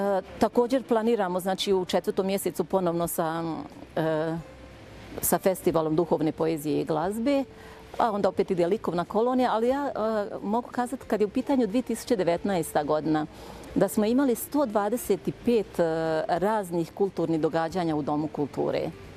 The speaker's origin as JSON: {"language": "Croatian", "town": "Jajce", "region": "Federation of Bosnia and Herzegovina", "country": "Bosnia & Herzegovina"}